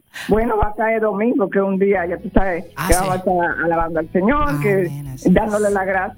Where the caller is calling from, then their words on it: Hollywood, Florida, United States; Yo estoy aquí en el área de Hollywood.